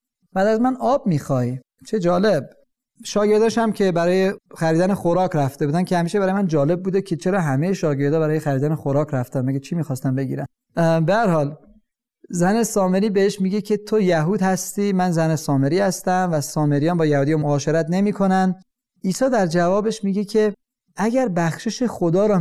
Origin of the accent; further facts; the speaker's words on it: Iran; moved away; منم ایرانی هستم